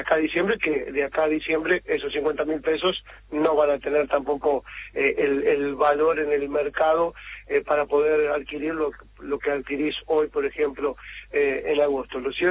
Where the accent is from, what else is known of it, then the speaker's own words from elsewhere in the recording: La Rioja, Argentina; hablo como riojano